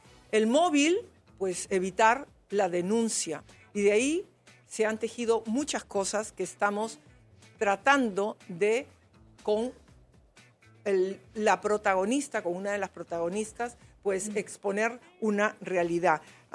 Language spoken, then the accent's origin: Spanish; Peru; como somos los peruanos